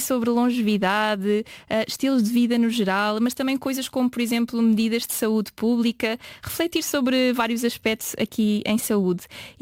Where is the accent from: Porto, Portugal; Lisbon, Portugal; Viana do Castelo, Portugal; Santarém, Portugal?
Lisbon, Portugal; moved away as an adult; also born or lived in Netherlands; now in Faro, Portugal; eu tenho 29 anos, sou de Lisboa, mas agora vivo em Faro.